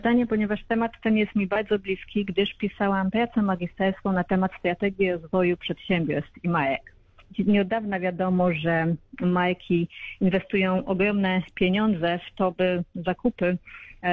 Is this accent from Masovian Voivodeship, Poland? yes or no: yes; Radom, Masovian Voivodeship, Poland; moved away as an adult; also born or lived in United Arab Emirates / United Kingdom; now in Australia; Z Radomia.